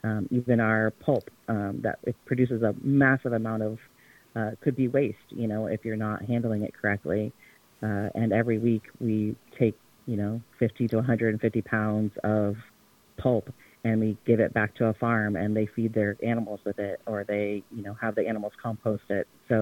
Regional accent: Bay Area, California, United States; moved away; I'm originally from the Bay Area

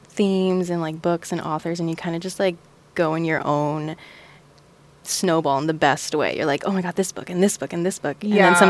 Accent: San Diego, California, United States; I grew up in San Diego. There's a lot of hip hop, a lot of R&B. And then you kind of come into your own. You're like, I was always a little goth Mexican yes. girl running around.

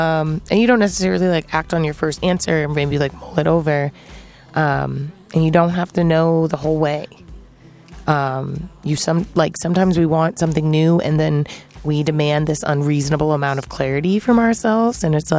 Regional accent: East Coast, United States; moved away; For those that know me, you know I'm from the East Coast.

